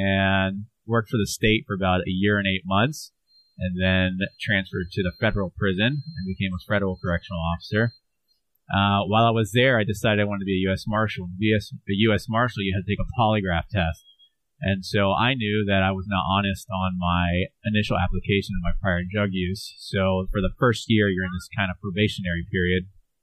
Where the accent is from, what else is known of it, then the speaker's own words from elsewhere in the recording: Florida, United States; I grew up here in Florida and just had a party.